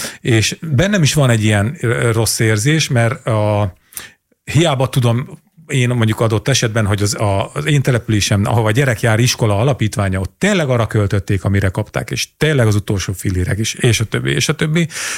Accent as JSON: {"language": "Hungarian", "town": "Sátoraljaújhely", "region": "Borsod-Abaúj-Zemplén", "country": "Hungary", "tie": "born or raised there", "moved": "yes", "said": "az én kis fatornyos kis szülővárosomnak a Facebook csoportjára"}